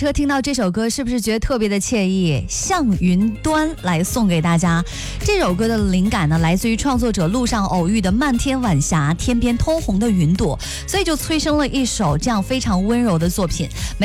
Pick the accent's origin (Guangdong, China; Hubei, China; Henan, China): Henan, China; 咱们河南人